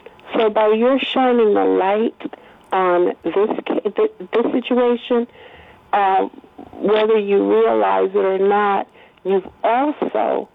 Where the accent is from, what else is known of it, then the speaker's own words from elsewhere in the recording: Mississippi, United States; now in Washington, D.C., United States; although I've been in the DMV area for nearly 50 years, I was born and raised down there and still have a large number of extended family members who live there.